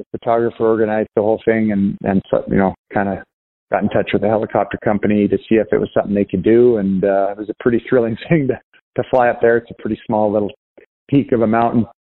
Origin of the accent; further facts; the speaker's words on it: Canada; You know, obviously in Canada, growing up in Canada, hockey gets a lot of attention.